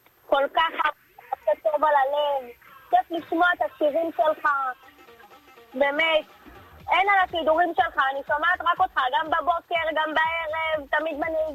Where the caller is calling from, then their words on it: Ramla, Central District, Israel; מרמלה, בת 24.